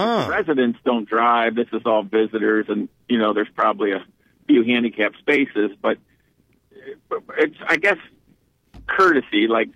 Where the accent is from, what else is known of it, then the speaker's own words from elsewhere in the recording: Portage Lakes, Ohio, United States; I grew up in the Portage Lakes